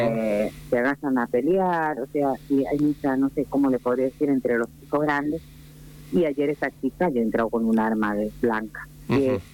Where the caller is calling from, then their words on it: Las Lagunas, Media Agua, San Juan, Argentina; están los de acá, del distrito acá, de la comunidad de Las Lagunas